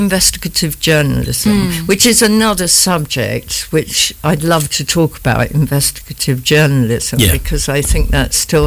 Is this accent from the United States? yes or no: no; United Kingdom; now in Nairobi, Kenya; it was actually shortly after I became a Kenya citizen, because as a British citizen